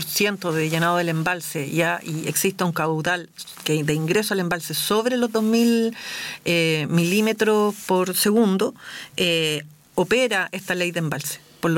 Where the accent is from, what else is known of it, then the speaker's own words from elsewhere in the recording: Linares, Maule, Chile; born there; Yo soy de acá de Linares, nací en Linares